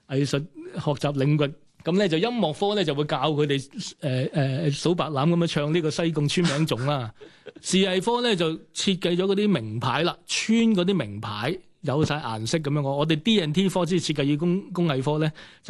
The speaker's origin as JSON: {"language": "Cantonese", "town": "Tuen Mun", "region": "New Territories", "country": "Hong Kong", "said": "我自己的而且確都係圍村人。不過唔係西貢，喺屯門。咁所以我其實有幾理解圍村啲文化嘅。"}